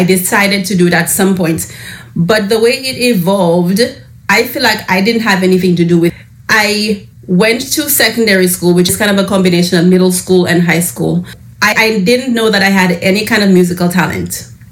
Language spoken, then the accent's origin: English; St. Lucia; moved away; My fondest memories of growing up in St. Lucia is just the joy of the rhythm of life there. It's a slower pace of life